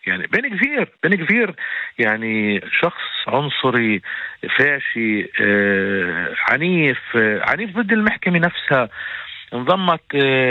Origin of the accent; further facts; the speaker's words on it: Palestine; حتى نفهم إحنا كفلسطينيين وباقي الشعب الفلسطيني والعالم يفهم